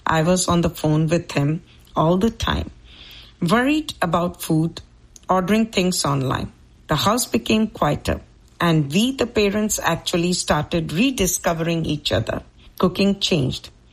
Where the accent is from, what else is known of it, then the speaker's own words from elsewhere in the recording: California, United States; from California, USA.